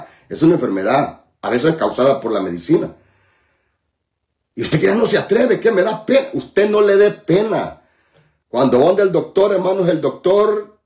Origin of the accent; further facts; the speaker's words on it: Santa Ana, El Salvador; yo soy occidental, soy de Santa Ana